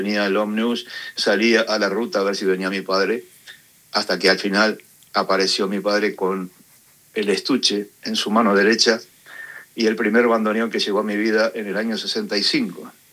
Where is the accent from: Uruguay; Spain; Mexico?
Uruguay; Toledo, Canelones; also born or lived in Montevideo; En realidad nací en Montevideo, pero sí, me crié desde apenas nacido en la zona de Toledo, Ruta 6, Canelones.